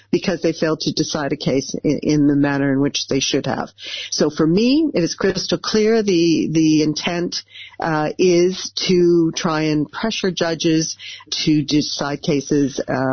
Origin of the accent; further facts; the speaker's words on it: Canada; now in Netherlands; I'm in the Netherlands as a Canadian, I know that I'm subject to Dutch law.